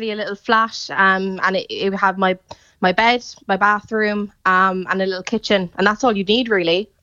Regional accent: Cork, Munster, Ireland; moved away as an adult; now in United Kingdom; I'm originally from Cork.

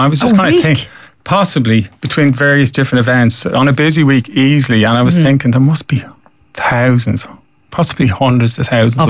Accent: Dunboyne, County Meath, Ireland; I'm from Dunboyne.

